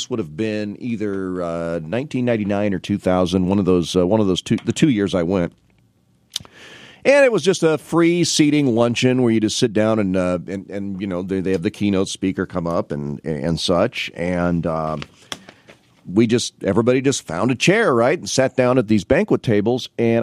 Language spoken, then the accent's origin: English; Peoria, Illinois, United States; where do you work? I'm from Peoria.